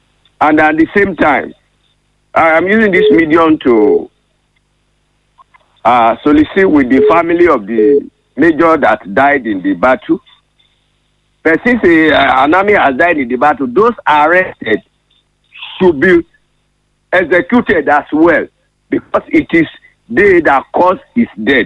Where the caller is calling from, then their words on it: Igodan Lisa, Nigeria; I'm calling from Igodan Lisa.